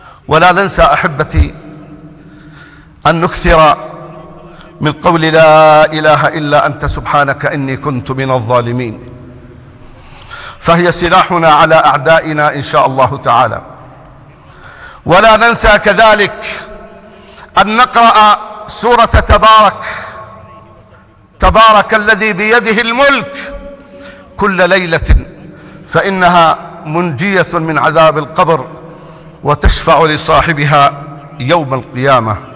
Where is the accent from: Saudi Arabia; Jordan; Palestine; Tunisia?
Jordan; احفظ بلدنا الأردن